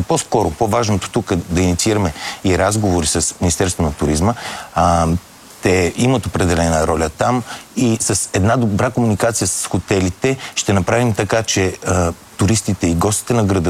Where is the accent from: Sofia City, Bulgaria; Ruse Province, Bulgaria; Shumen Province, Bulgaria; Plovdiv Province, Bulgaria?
Sofia City, Bulgaria; Sofia; Аз съм софиянец и естествено предпочитах да е тук в София